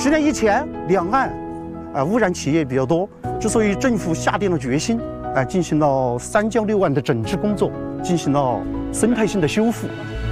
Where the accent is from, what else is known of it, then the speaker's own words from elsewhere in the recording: Yibin, Sichuan, China; 这是我们宜宾人的骄傲